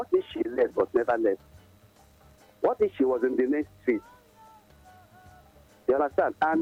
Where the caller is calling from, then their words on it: Nigeria; I'm calling from Nigeria.